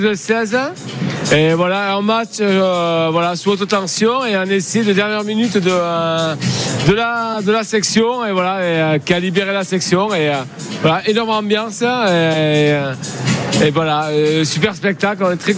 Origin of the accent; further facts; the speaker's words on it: Nouvelle-Aquitaine, France; on vient des Landes et on aime la section, on aime le Béarn